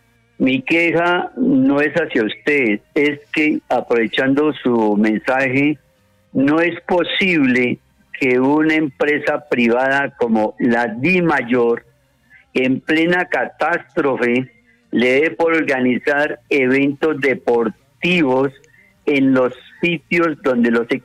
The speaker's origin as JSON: {"language": "Spanish", "country": "Colombia", "said": "pero como colombiano me siento dolido, y más en 1983 sufrimos acá en el Eje"}